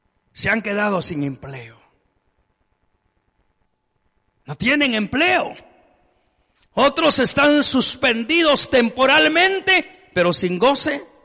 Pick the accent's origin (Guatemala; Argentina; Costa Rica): Guatemala; Todos en Guatemala salíamos, entrábamos, íbamos a la tienda, íbamos al mercado, íbamos al trabajo, tranquilos, felices.